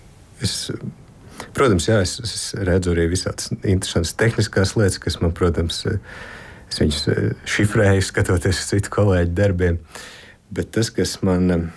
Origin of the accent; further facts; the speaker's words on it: Selonia, Latvia; es pats esmu bērnību pavadījis Sēlijā, tad kādā ziņā man tā vide bija pazīstama.